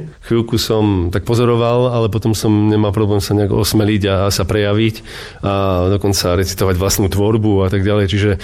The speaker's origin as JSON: {"language": "Slovak", "town": "Vrútky", "region": "Žilina Region", "country": "Slovakia", "tie": "born or raised there", "also_born_or_lived": "Martin / Priekopa", "said": "Narodil som sa v Martine, to je podstatné a na to som hrdý. A časť detstva som prežil v tej Priekope u starej mami, to podstatnú. A potom s rodičmi vo Vrútkach, kde som chodil teda aj na základnú školu."}